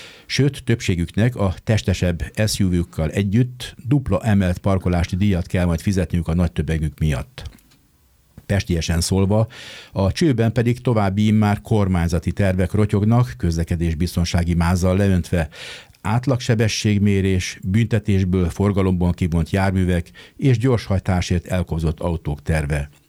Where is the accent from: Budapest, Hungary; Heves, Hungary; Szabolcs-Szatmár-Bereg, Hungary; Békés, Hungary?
Budapest, Hungary; Én budapestiként sem tudom, hogyha bemegyek a 8. kerületbe, hol kell fizetnem.